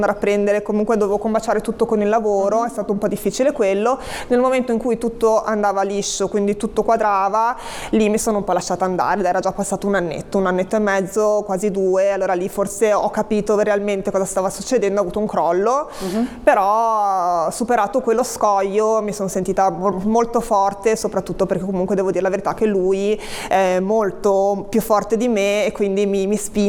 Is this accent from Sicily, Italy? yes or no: no; Genoa, Liguria, Italy; perché noi siamo di San Pier d'Arena, dovremmo andare a Molassana